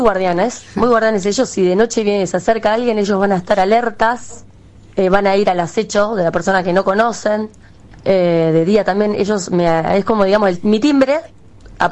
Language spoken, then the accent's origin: Spanish; Merlo, Buenos Aires Province, Argentina; Yo de Merlo.